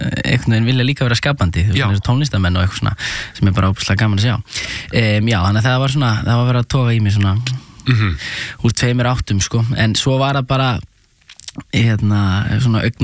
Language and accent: Icelandic; Reykjavík, Capital Region, Iceland; ég ólst upp í hérna í Árbænum fyrst í Norlingaholtinu og svo í Ártúninu var ég Árbæðaskóla og hérna var æfa fótbolta með Fylki